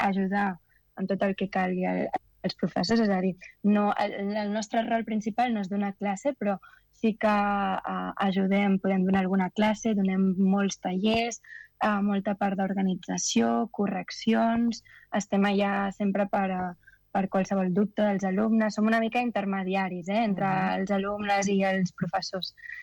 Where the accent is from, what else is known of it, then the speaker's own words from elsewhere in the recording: Mataró, Catalonia, Spain; moved away as an adult; now in Geneva, Switzerland; és la ciutat que t'ha vist créixer